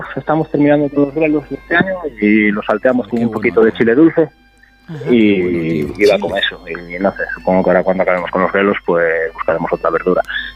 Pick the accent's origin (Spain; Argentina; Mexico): Spain; moved away as an adult; yo nací en Enchantada de toda la vida.